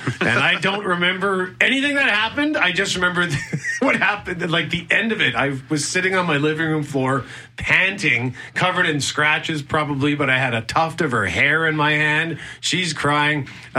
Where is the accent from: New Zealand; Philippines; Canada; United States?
Canada; Winnipeg, Manitoba; Yep, born and raised in Winnipeg. Grew up in Transcona. Lived there for the first 28 years of my life.